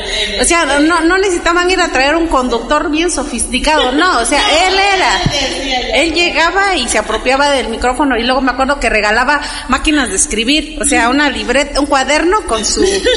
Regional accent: Mexico

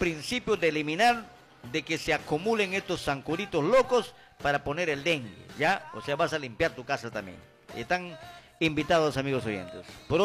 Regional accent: Nuevo Progreso, Ucayali, Peru; moved away; es mi pueblo, ahí crecí, en ese pueblo, ahí, de ahí salí acá, y en el lugar que me encuentro, ahí me desmamé. Mi pueblo, Progreso

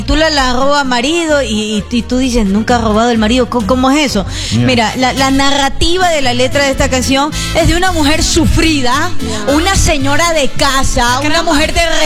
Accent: Guayaquil, Guayas, Ecuador; Y yo que vengo del calorcito de Guayaquil

